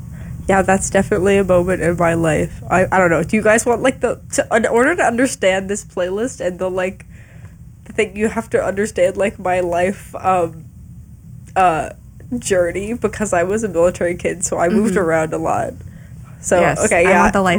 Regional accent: Kansas, United States; born there; also born or lived in Arizona; I was born in Kansas, and then 2 weeks later, I moved to Arizona.

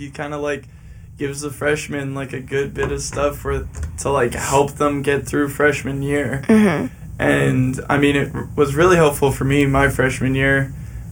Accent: Bethesda, Maryland, United States; born there; also born or lived in Arlington, Virginia; Yeah, I was born in Bethesda, Maryland, lived in like Arlington, Virginia area

